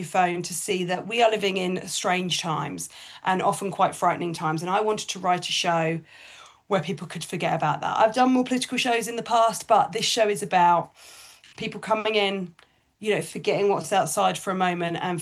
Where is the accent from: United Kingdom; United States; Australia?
United Kingdom; I'm British